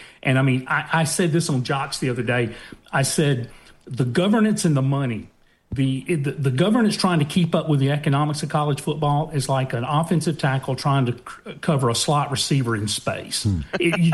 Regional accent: Foley, Alabama, United States; I'm from Foley. My mom was born in Hackleburg.

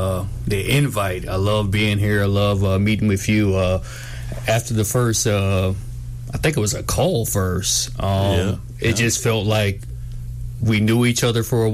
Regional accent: Green Cove Springs, Florida, United States; moved away as an adult; now in Tallahassee, United States; I come from Green Cove Springs, Florida. Green Cove Springs is a little bit south of Jacksonville. Small town, extremely small town

